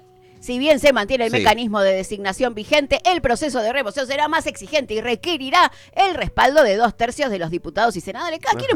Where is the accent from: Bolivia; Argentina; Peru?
Argentina; una sociedad como la nuestra, como la argentina.